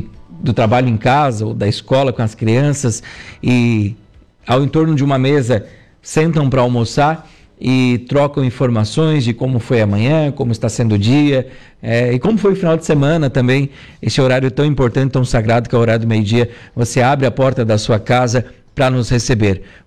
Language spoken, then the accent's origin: Portuguese; Brazil; Eu sou brasileiro